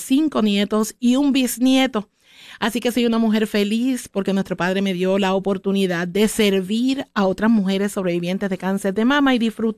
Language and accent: Spanish; Puerto Rico; moved away as an adult; also born or lived in California; now in Utah, United States; soy una mujer boricua de la Isla del Encanto, que tiene ya 10 años aquí en el estado de Utah.